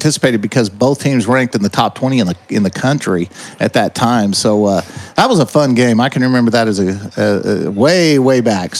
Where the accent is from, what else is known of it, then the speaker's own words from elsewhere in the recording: Clovis, New Mexico, United States; I grew up in Clovis